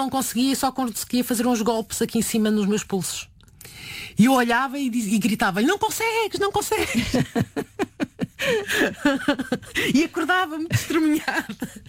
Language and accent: Portuguese; Porto, Norte, Portugal; E eu sou do Porto